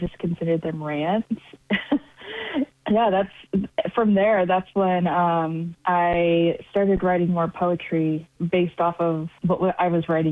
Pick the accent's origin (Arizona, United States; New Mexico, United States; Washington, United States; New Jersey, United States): Arizona, United States; Flagstaff; I grew up in Flagstaff, so it was very much like kind of like an artistic community.